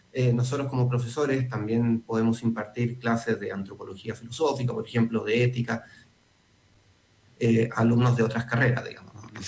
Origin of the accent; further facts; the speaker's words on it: Chile; porque somos muchos los chilenos y no todos somos de la misma manera, ¿no?